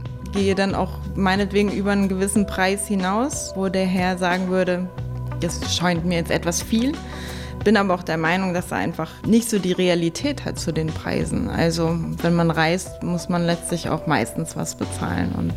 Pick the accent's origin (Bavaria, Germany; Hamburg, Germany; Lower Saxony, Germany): Lower Saxony, Germany; now in Berlin, Germany; Ich bin im Westen aufgewachsen, in Niedersachsen